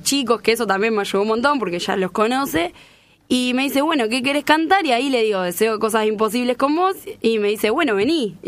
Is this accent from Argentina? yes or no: yes; San Genaro, Santa Fe, Argentina; en el pueblo, en San Genaro, con mi vieja cocinando una torta para el ensayo, mi viejo trayendo el mate